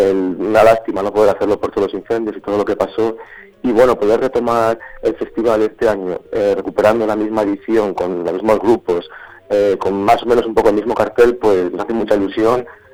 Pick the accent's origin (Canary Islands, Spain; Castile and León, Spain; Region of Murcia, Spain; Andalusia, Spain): Castile and León, Spain; Zamora; tres amigos, que somos de aquí de Zamora